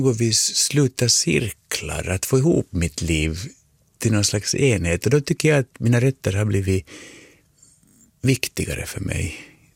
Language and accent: Swedish; Helsinki, Uusimaa, Finland; Jag växte upp i Femkanten i Helsingfors. Precis i hörnet av Båtsmansgatan och Fredriksgatan, liksom det hörnet.